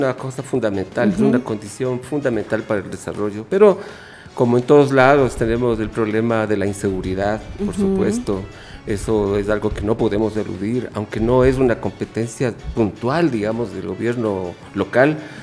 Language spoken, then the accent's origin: Spanish; Ecuador; los ecuatorianos cada vez hemos ido alimentando más el orgullo por ser ecuatorianos.